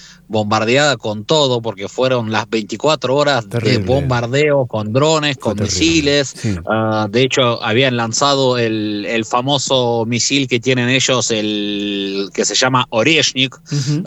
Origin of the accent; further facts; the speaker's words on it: Kharkiv, Kharkiv Oblast, Ukraine; moved away; en mi ciudad natal, Kharkiv